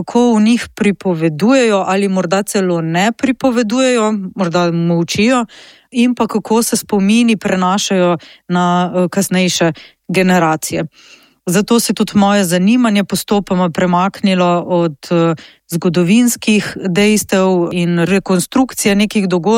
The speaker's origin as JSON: {"language": "Slovenian", "region": "Southeast Slovenia", "country": "Slovenia", "tie": "born or raised there", "said": "Odraščala sem na Kočevskem v hiši, ki sta jo moja stara starša kupila konec 50-ih let, potem ko sta se na Kočevsko preselila v iskanju boljšega življenja, in sicer iz Notranjske."}